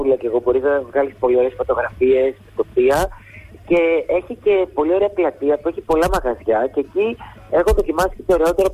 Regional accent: Santorini, South Aegean, Greece; θα μιλήσω λίγο για τον τόπο μου.

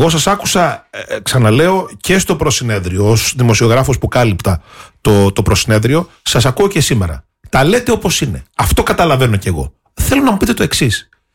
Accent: Crete, Greece

